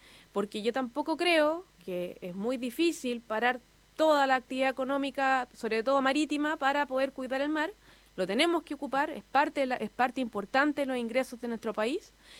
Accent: Frutillar, Los Lagos, Chile; sobre todo la comuna de Frutillar, de donde yo vengo.

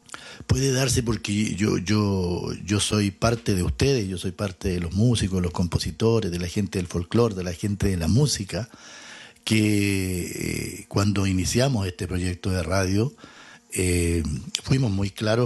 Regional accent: Chile

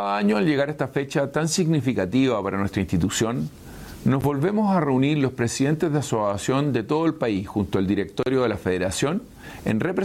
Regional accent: Chile; como chilenos y guasos

